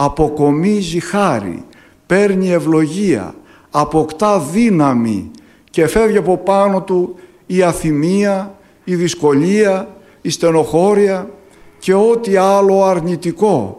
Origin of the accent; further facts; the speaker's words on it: Ioannina, Epirus, Greece; θα πούμε και κανένα ανέκδοτο που αρέσει εδώ στην πατρίδα μου το Γιάννη